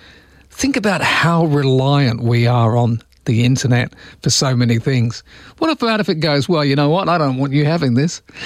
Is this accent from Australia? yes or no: no; England, United Kingdom; And besides being English, I'm a tea drinker.